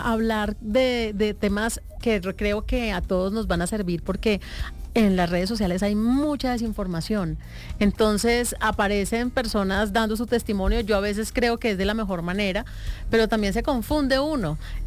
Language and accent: Spanish; Cali, Valle del Cauca, Colombia; yo soy de Cali, también tuve muchas pérdidas, por fortuna solamente materiales